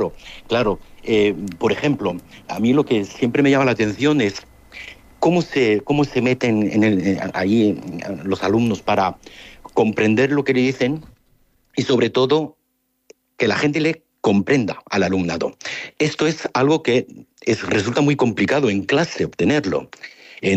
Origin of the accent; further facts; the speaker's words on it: Cieza, Region of Murcia, Spain; moved away; yo soy de Cieza